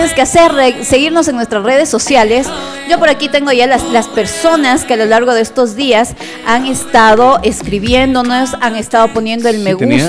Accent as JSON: {"language": "Spanish", "country": "Ecuador", "said": "es el unirnos como ecuatorianos"}